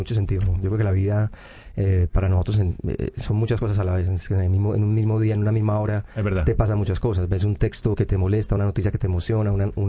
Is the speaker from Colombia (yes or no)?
yes; Colombia